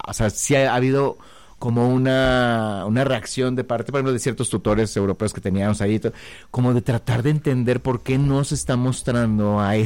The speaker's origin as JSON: {"language": "Spanish", "country": "Mexico", "said": "nosotros somos muy mexicanos y mucho más dramáticos"}